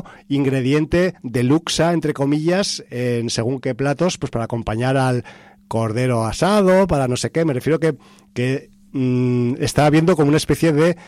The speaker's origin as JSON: {"language": "Spanish", "region": "Aragon", "country": "Spain", "said": "pero en Aragón, yo al menos en mi pueblo, yo he comido siempre borraja"}